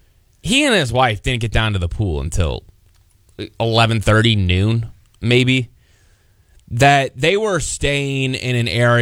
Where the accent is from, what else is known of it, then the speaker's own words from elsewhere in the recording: Iowa, United States; Where are you guys from? We're from Iowa.